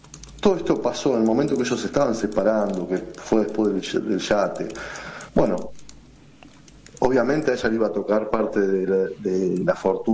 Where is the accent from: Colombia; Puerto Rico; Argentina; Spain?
Argentina; Lomas de Zamora, Buenos Aires Province; yo soy de Lomas de Zamora.